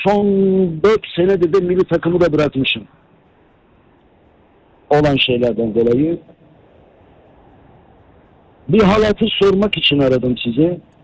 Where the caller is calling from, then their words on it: Istanbul, Turkey; ben İstanbul'dan